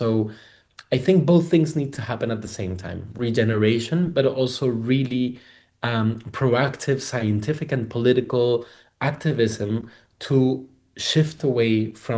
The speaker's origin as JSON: {"language": "English", "country": "Colombia", "moved": "yes", "lives_now": "Spain", "said": "in Colombia, where I'm originally from. I live in Spain, but I'm from Colombia."}